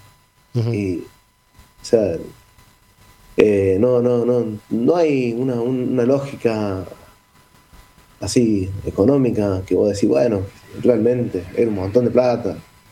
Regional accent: Villa María, Córdoba, Argentina; moved away as an adult; now in Buenos Aires, Argentina; Vengo de la provincia de Córdoba, de Villa María. Me vine acá a Buenos Aires por esto, por este trabajo. Por más que yo allá ya estaba bien, tenía mi trabajo, mis cosas

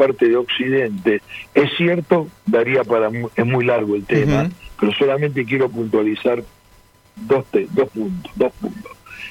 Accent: Argentina; esa necesidad que tenemos como país, como argentinos.

